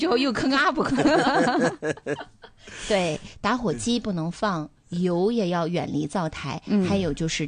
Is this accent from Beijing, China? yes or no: no; Dalian, Liaoning, China; 所以我们作为大连人，我们觉得自己挺幸福的，